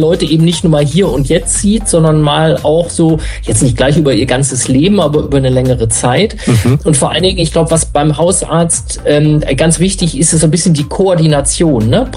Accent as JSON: {"language": "German", "town": "Mülheim an der Ruhr", "region": "North Rhine-Westphalia", "country": "Germany", "lives_now": "Berlin, Germany"}